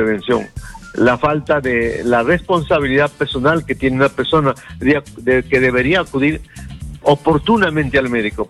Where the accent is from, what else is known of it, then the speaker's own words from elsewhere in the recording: Tacabamba, Cajamarca, Peru; yo soy de Cajamarca, de Chota, de un distrito de Tacabamba